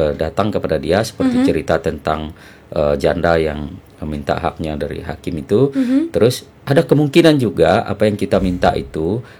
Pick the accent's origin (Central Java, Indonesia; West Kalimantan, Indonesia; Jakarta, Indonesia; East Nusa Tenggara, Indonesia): West Kalimantan, Indonesia; Serawai District; Dan ada kampung saya itu, yang saya bilang tadi itu, orang kampung itu mendata menjadi penduduknya itu, namanya itu Lemboyu namanya, kampung itu di Kecamatan Serawai, pedalaman.